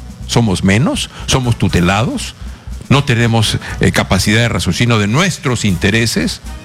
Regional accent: Peru; Somos peruanos

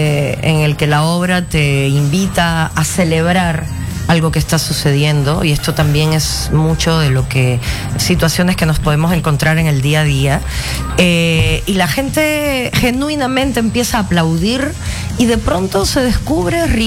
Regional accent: Cuba; now in Peru; Soy cubana.

